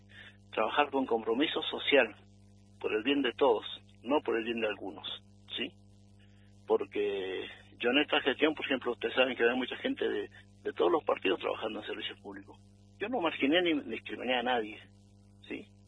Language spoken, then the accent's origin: Spanish; Malargüe, Mendoza, Argentina; el pueblo que es Malargüe, al cual es mi terruño, y en la cual amo